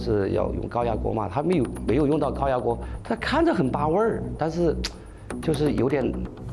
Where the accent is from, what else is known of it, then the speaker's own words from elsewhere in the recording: Chongqing, China; 我们重庆人就应该把它发扬光大